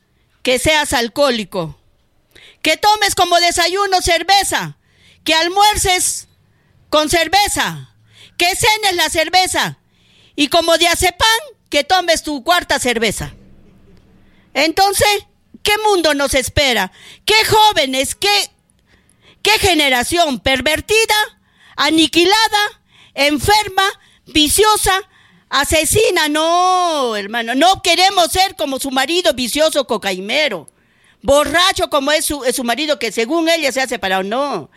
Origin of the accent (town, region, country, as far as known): Peru